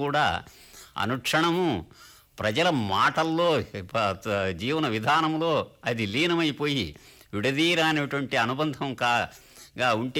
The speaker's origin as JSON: {"language": "Telugu", "area": "Anantapur district", "region": "Andhra Pradesh", "country": "India", "accent": "Rayalaseema (Anantapur district dialect)", "said": "పెనుకొండ తాలూకా మాది, మాది రొద్దం వైపు, రొద్దం మండలం. రొద్దం మండలంలో మాట్లాడే మాండలికమే నేను రాసేది."}